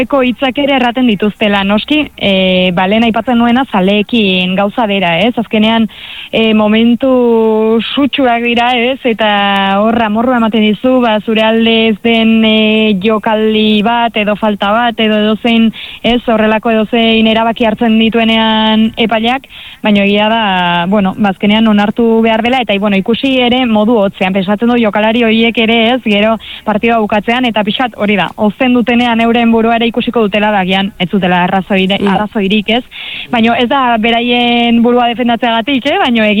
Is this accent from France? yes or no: no; Lesaka, Navarre, Spain; aspaldiko kontua da, baino nire herrian, Lesakan, oroitzen naiz